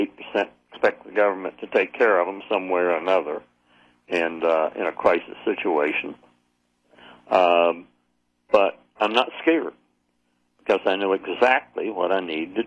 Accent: Jacksonville, Florida, United States; moved away; return to my hometown of Jacksonville, Florida, and live on the St. John's River.

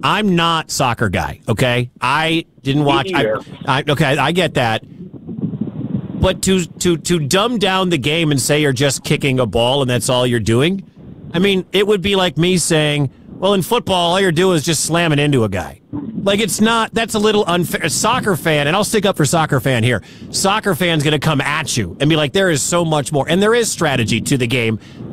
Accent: Michigan, United States; moved away; I'm originally from Michigan

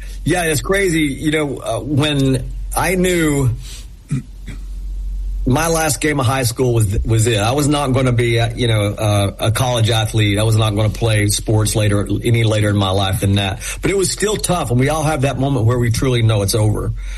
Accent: Knoxville, Tennessee, United States; growing up in East Tennessee and in Knoxville, you know, we didn't have a pro allegiance to anything.

